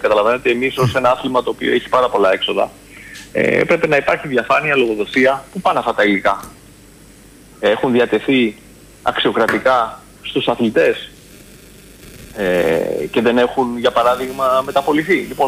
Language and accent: Greek; Greece